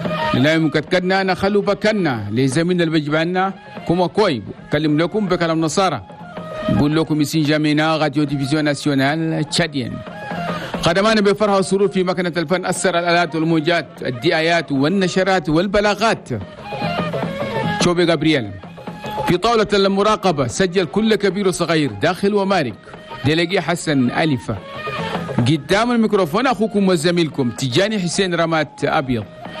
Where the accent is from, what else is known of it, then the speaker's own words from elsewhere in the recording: Chad; في بلدنا تشاد.